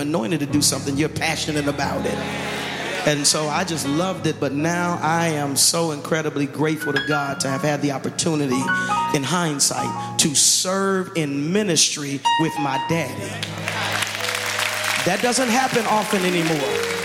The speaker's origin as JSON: {"language": "English", "region": "Oklahoma", "country": "United States", "tie": "born there", "also_born_or_lived": "Arkansas", "said": "When I was little, when I was growing up in Oklahoma and in Arkansas, I was always my father's chief psalmist."}